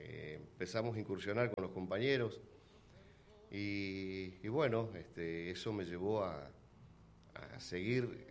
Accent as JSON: {"language": "Spanish", "town": "Cipolletti", "region": "Río Negro", "country": "Argentina", "tie": "born or raised there", "moved": "yes", "said": "soy nativo de Cipolletti, pero le aposté, salí y me fue bien. Y bueno, nuevamente ya radicado acá, en Cipolletti, llevo ya un tiempo nuevamente"}